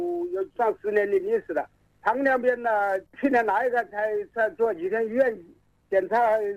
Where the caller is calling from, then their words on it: Xiantao, Hubei, China; 我是仙桃市的人。